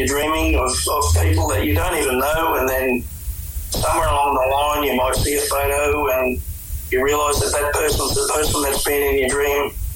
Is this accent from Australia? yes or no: yes; Queensland, Australia; I'm Bidjara